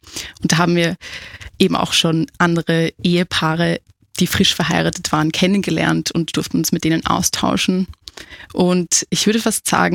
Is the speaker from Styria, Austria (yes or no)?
no; Vienna, Austria; Wir kommen beide aus Wien und dort wohnen wir auch im zweiten Bezirk.